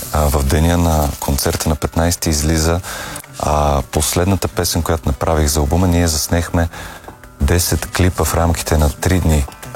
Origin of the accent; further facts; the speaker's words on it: Varna, Varna Province, Bulgaria; аз съм варненец